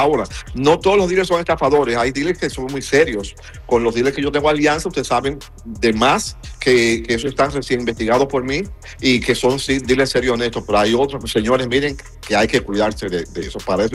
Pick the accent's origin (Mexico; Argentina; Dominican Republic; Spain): Dominican Republic; now in United States; yo soy de la República Dominicana, acabo de firmar una alianza, señores, con un banco que mira que eso va a ser para los dominicanos que vivimos aquí en los Estados Unidos